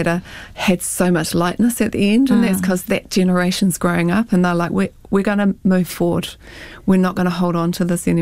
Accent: Waikato, New Zealand; Like, I'm from Waikato, Maniapoto, Ngāti Pāua, Ngāti Naho, and all those places have something to do with the wars

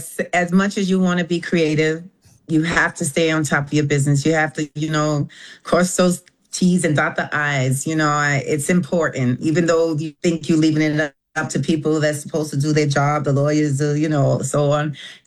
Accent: Jamaica; I'm Jamaican, so mind me in the comments, you know?

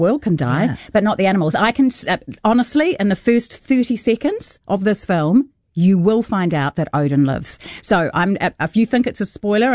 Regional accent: New Zealand; So, of course, I had to yell out like a loser that I was from New Zealand.

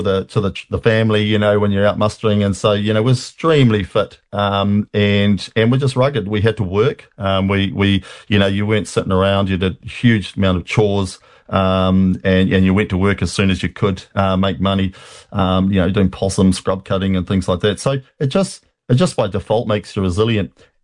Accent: Whangamomona, Taranaki, New Zealand; I think it was just an add-on to what we did as young fellas growing up in Whangamomina. Everyone is like in a remote rural area or rural.

